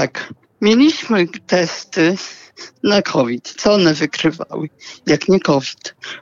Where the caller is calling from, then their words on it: Lublin, Lublin Voivodeship, Poland; Dzwonię z Lublina